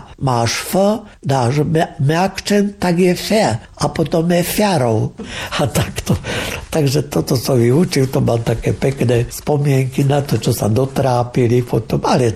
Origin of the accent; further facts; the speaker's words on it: Plachtince, Banská Bystrica Region, Slovakia; u nás na Plachtencach nie máme len, u nás je všetky nejaké spoluhláske. U nás všetko je tam, či je to B, či je to M.